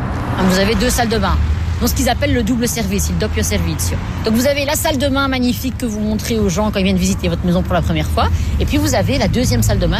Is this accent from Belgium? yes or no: yes; Belgium; Moi, je suis belge maintenant et j'ai grandi ici, je suis née ici. Donc, je suis... Oui, il y a cette transmission italienne, j'aime bien être en Italie, j'ai tout. J'ai fait mes études ici, je travaille ici